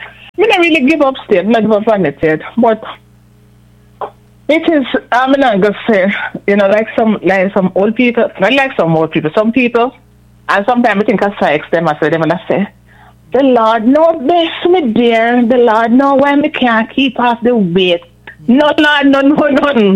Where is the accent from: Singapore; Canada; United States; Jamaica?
Jamaica; When I used to go to church, I still go to church. In my church, growing up in Jamaica